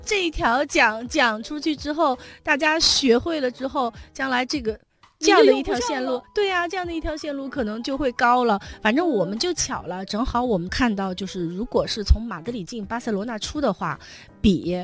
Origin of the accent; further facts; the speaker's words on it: China; 我们中国人